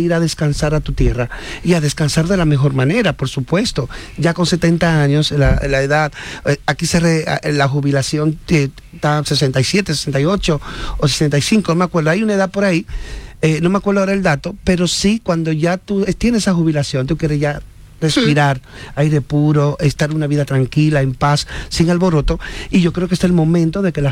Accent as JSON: {"language": "Spanish", "region": "Samaná", "country": "Dominican Republic", "said": "Tú sabes que yo soy de Samaná."}